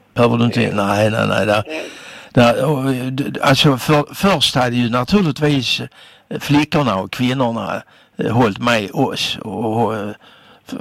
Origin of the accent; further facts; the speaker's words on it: Skåne, Sweden; vi är skåningar.